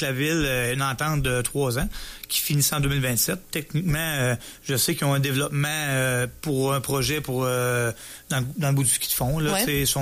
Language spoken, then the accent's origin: French; La Tuque, Quebec, Canada; C'est sûr que c'est dans mon patelin